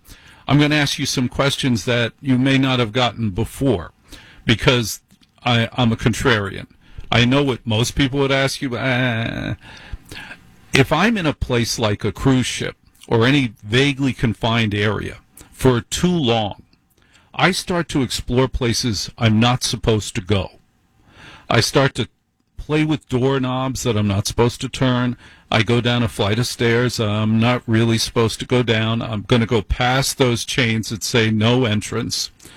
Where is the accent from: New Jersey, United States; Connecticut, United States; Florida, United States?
New Jersey, United States; someone born and raised in Jersey